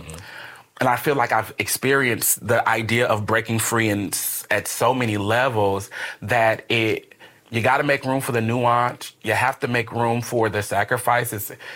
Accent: Omaha, Nebraska, United States; But I am a proud native Nebraskan, born and raised in Omaha, Nebraska, North Omaha, Nebraska, the birthplace of Malcolm X.

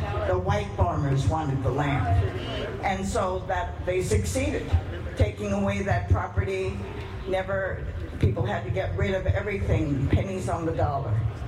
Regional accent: United States; It took me a long time. to kind of bring myself to terms with being Japanese American, what happened to me.

